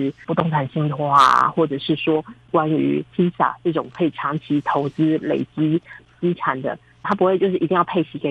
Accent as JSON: {"language": "Chinese", "country": "Taiwan", "said": "因为我们台湾人这几年社会变动实在非常快"}